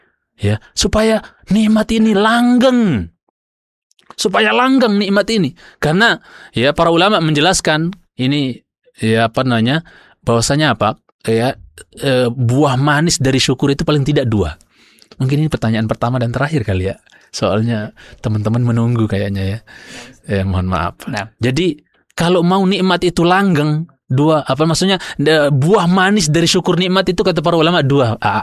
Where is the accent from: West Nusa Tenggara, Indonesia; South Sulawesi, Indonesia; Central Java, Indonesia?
West Nusa Tenggara, Indonesia; Lombok; saya orang Lombok ya.